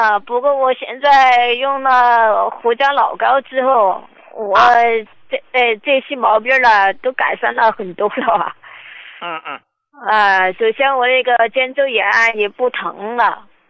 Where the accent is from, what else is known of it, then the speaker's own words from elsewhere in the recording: Chongqing, China; 我是重庆这边的患者。